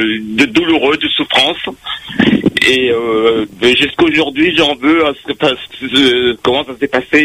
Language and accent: French; Réunion; now in Metropolitan France; je suis de La Réunion et j'ai vécu, j'ai été placé quand j'avais à l'âge de 8 ans.